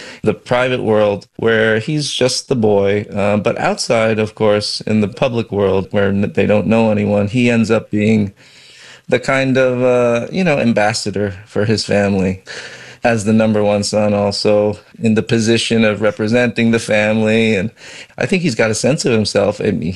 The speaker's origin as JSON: {"language": "English", "town": "Westchester", "region": "New York", "country": "United States", "tie": "born or raised there", "said": "I did grow up in Westchester, north of New York City"}